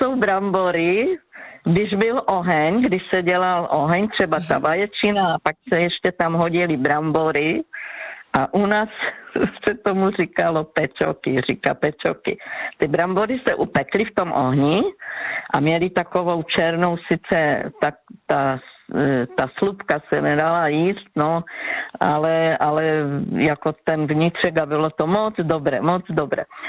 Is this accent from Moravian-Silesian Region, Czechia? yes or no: yes; Ostrava, Moravian-Silesian Region, Czechia; dětství jsem trávila kousek v Ostravě, Zábřeh je tady jako Ostrava Zábřeh a dětství v Ostravě jedna.